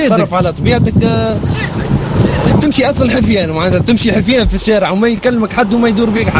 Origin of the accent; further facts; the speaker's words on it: Remla, Sfax Governorate, Tunisia; انا من رملة القديمة